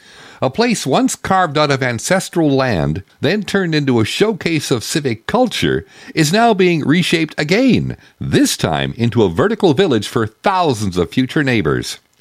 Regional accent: West Coast, Canada; So, as another Canadian West Coast boomer settler, I look at these towers and I see a lot of contradictions.

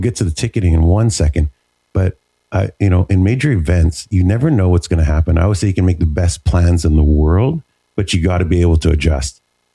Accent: Vancouver, British Columbia, Canada; from where I've come from and growing up in Vancouver

